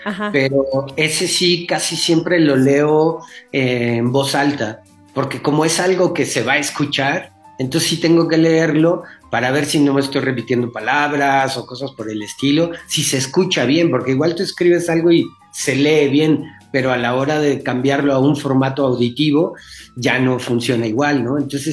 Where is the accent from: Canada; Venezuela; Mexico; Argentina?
Mexico; yo vengo de México